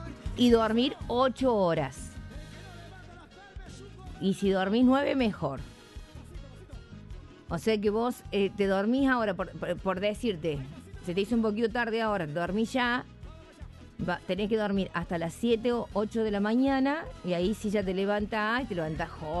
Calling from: Córdoba, Argentina; del Pocho.

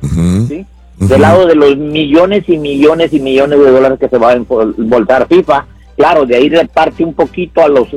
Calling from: Houston, Texas, United States; andamos manejando en la ciudad de Houston.

